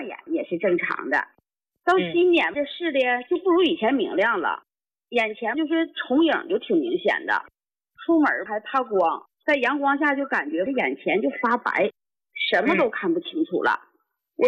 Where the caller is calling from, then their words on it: Northeast China, China; 我家是东北的。